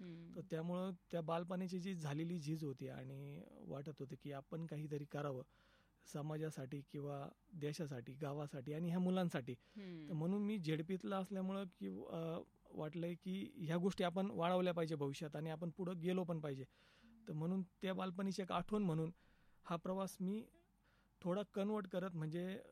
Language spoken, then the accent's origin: Marathi; Gujarkhed, Maharashtra, India; also born or lived in Kopargaon; now in Shirdi, India; मी मूळचा येवला तालुक्यातील गुजरखेड या गावचा आहे, पण माझं सर्व शिक्षण वगैरे हे कोपरगाव या ठिकाणी झालं. आणि मी स्थायिक पण शिर्डीचा जाता सध्याला, कारण की काम वगैरे माझं त्या ठिकाणी असल्यामुळे.